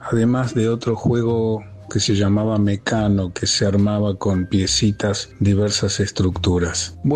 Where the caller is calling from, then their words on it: Villa Ballester, Buenos Aires Province, Argentina; Soy de Villa Ballester … aunque en este momento me encuentro de vacaciones en Paraguay.